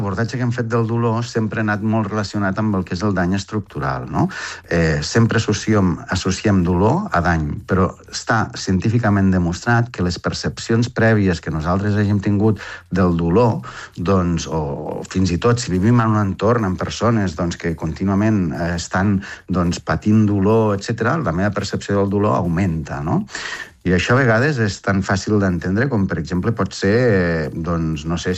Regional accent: Balaguer, Catalonia, Spain; also born or lived in Barcelona; sóc d'aquestes que ja no sóc ni de Balaguer ni de Barcelona.

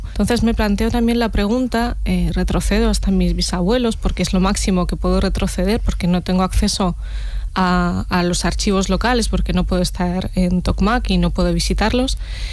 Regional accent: Los Alcázares, Region of Murcia, Spain; Yo crecí en un pueblo de Murcia llamado Los Alcázares, que está en el Mar Menor

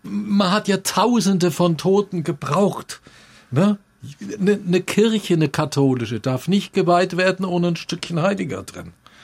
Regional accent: Würzburg, Bavaria, Germany; ich bin Würzburger

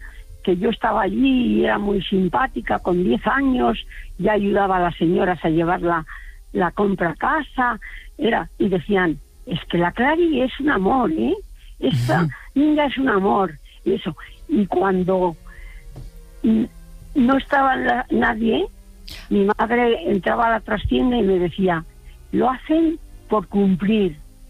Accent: Burgos, Castile and León, Spain; born there; Pues es que yo nací en Burgos

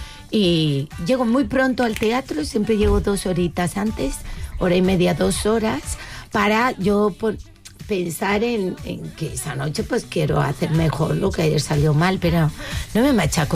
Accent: Canary Islands, Spain; yo soy canaria.

